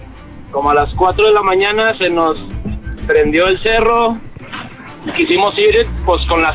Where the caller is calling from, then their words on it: Mexico City, Mexico; De aquí, de la Ciudad de México.